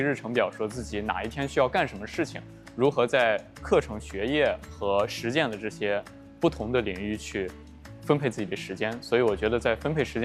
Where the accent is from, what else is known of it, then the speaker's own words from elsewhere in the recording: Shaanxi, China; 因为首先是个人，我是陕西的考生，对，然后第一次来到南方生活